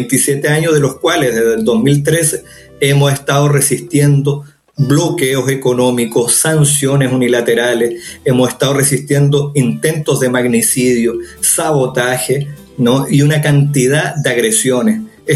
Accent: Venezuela; como pueblo, como venezolano o venezolana

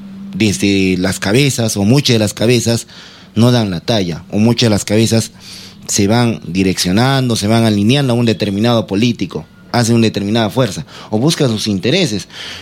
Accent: Peru

